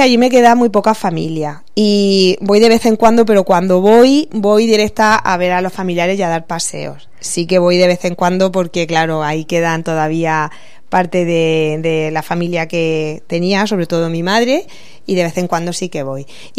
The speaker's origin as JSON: {"language": "Spanish", "town": "Caravaca de la Cruz", "region": "Region of Murcia", "country": "Spain", "tie": "born or raised there", "also_born_or_lived": "Topares", "said": "Y yo, aunque nací en Murcia, viví hasta los cuatro años en Topares. Y con esa edad nos trasladamos ya a Caravaca y desde entonces estoy aquí. Entonces, parte de mis raíces, por supuesto, está en Topares"}